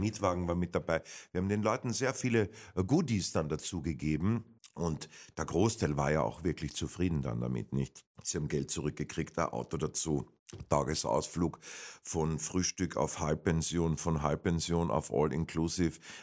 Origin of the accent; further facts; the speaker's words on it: Carinthia, Austria; accent: Carinthian; moved away as an adult; Und ich habe schon das Zuhause vermisst, ehrlich gesagt. Schön gewohnt und alles, ja, aber Kärnten ist leider eins, ne? Und da habe ich mir gedacht, 2012, nichts wie heim jetzt da. Ne? Koffer gepackt, heimgefahren. Schön ist daheim.